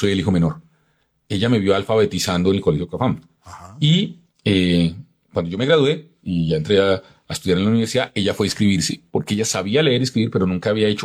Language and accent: Spanish; Bogotá, Colombia; Pero yo nací en un inquilinato en Fontibón. Viví en Kennedy, en el barrio de las Américas. Luego viví en el barrio Bavaria.